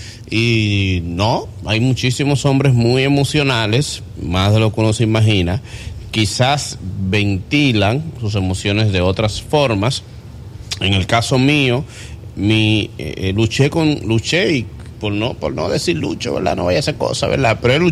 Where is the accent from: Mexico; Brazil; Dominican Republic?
Dominican Republic; Santo Domingo; born there; Nací en un barrio de Santo Domingo que se llama Los Mameyes, de escasos recursos